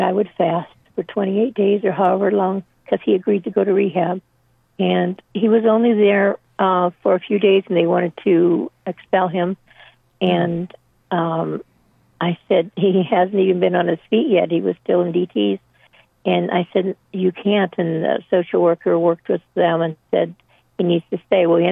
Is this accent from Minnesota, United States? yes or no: no; Pennsylvania, United States; born there; I was born also in Pennsylvania.